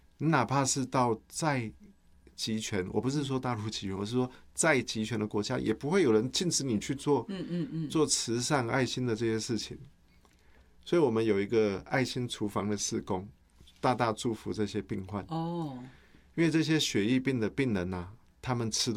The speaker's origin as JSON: {"language": "Chinese", "country": "Taiwan"}